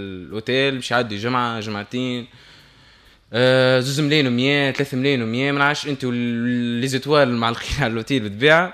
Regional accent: Tunisia; نعرفوا نحن العائلة التونسية كيفاش تتعامل مع الضيف نتاعها نحن.

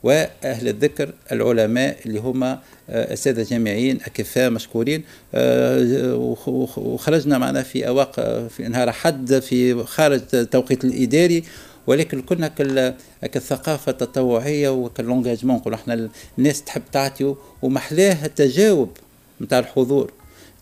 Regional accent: Tunisia; احنا تونسي

